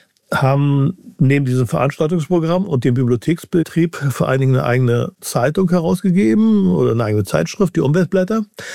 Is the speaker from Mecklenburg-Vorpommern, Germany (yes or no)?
yes; Mecklenburg-Vorpommern, Germany; Und ich bin eben auch in einem Milieu groß geworden, so südlich von Rostock